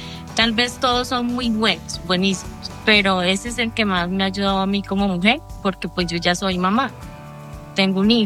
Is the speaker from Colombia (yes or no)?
yes; Colombia; soy colombiana